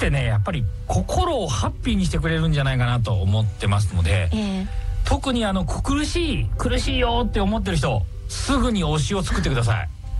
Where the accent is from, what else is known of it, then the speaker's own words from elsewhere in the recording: Nishio, Aichi, Japan; 私愛知県西尾市の西尾高校出身なんですけど